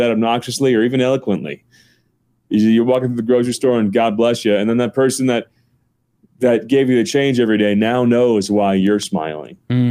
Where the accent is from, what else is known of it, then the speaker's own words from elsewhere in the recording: New Jersey, United States; I'm from North New Jersey, about a half hour from Manhattan.